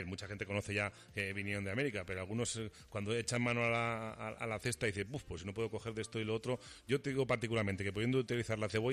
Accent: Almazán, Castile and León, Spain; Los sorianos, bueno, los españoles en general, ¿no? Ganamos en todo. Soy español, ¿a qué quieres que te gane? Pues soy de Almazán, ¿a qué quieres que te gane, no?

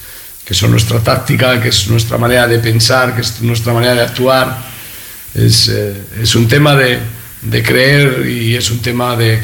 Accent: Castile, Spain; Siendo muy castellano

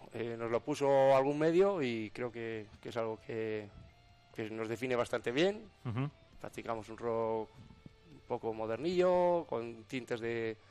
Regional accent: Duruelo de la Sierra, Castile and León, Spain; todos los componentes nos hemos criado en pueblos. Yo soy de Duruelo

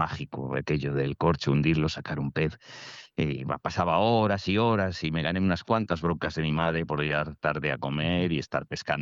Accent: Astorga, Castile and León, Spain; now in León, Spain; Yo nací en Astorga

